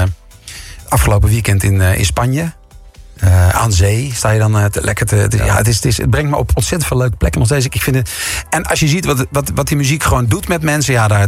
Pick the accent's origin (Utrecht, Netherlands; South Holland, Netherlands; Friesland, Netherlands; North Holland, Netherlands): Utrecht, Netherlands; accent: Amsterdam; En ik kom oorspronkelijk uit Utrecht. En ik heb heel veel Utrechtse vrienden die willen geen moer meer met me te maken hebben. Gewoon Amsterdams klink.